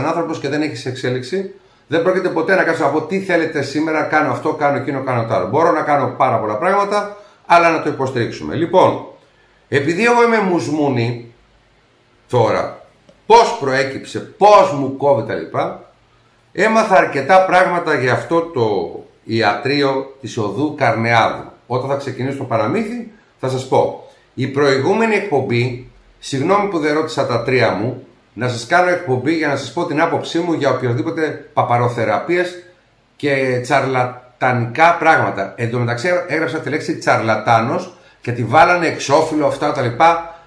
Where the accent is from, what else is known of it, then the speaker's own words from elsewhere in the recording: Nea Smyrni, Attica, Greece; also born or lived in Corfu / Epirus; Η καταγωγή μου, ναι μεν βέβαια είναι Κέρκυρα και Ήπειρο, αλλά εδώ που έμενα και γεννήθηκα ουσιαστικά είναι στη Νέα Σμύρνη.